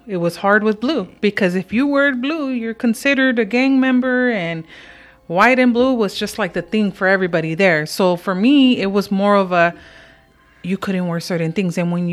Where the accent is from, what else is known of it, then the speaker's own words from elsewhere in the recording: Los Angeles, California, United States; I grew up in East LA, right?